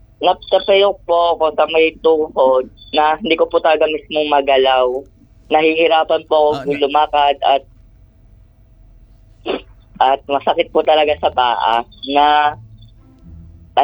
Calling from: Batangas, Calabarzon, Philippines; Batangas po.

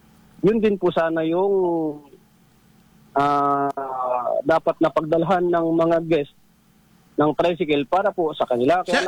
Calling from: El Nido, Mimaropa, Philippines; dito po sa amin sa Nakpan

